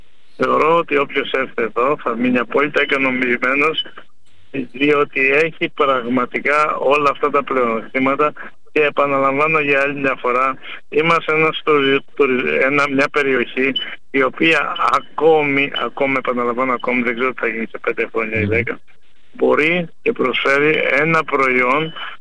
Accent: Finikounda, Peloponnese, Greece; στο χωριό μου στη Φοινικούντα

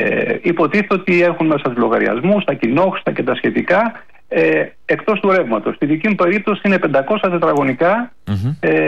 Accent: Kalamata, Peloponnese, Greece; Εμείς, Δημήτρη, εγώ δεν σε παίρνω από την Αθήνα, είμαι από την Καλαμάτα.

